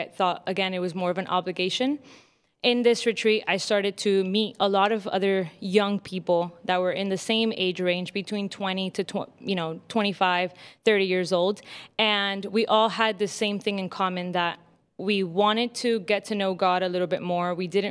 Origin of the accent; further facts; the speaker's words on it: Key Biscayne, Florida, United States; also born or lived in Mexico; I am 24 years old. I was born in Mexico, but raised here in Miami, Florida, in Key Biscayne to be exact.